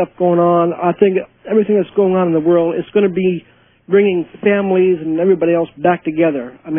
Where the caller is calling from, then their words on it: Ukiah, California, United States; I'm calling from Ukiah, California.